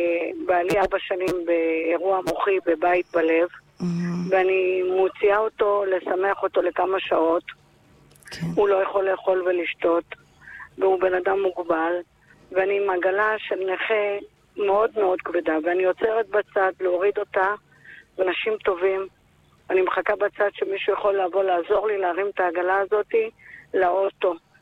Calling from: Holon, Tel Aviv District, Israel

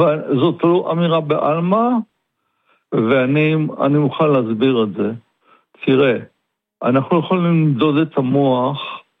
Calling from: Ramat Gan, Tel Aviv District, Israel; אני מדבר מרמת גן המעצירה.

